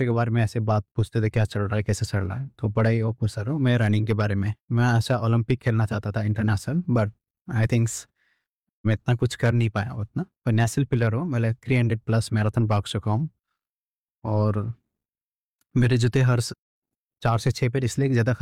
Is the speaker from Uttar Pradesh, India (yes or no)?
no; Uttarakhand, India; now in Mumbai, India; मैं उत्तराखंड का रहने वाला हूँ। 2007 में मुंबई आया था हीरो बनने के लिए, एक्टर बनने के लिए।